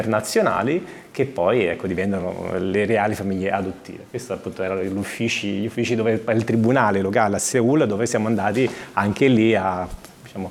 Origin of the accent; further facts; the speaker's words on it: Rome, Lazio, Italy; born there; Io sono nato a Roma